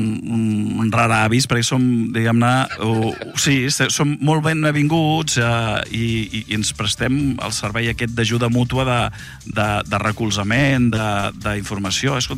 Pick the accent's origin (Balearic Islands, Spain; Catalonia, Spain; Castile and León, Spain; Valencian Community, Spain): Catalonia, Spain; Cambrils; Jo sóc de Cambrils.